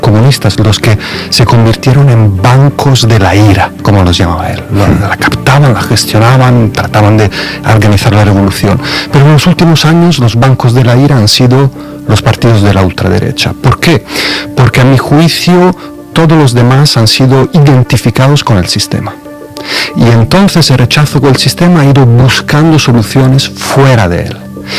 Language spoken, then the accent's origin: Spanish; Italy; Spanish is a second language; En Italia, en mi país, el partido matriz del que es el partido de Meloni fue acogido en el gobierno por Berlusconi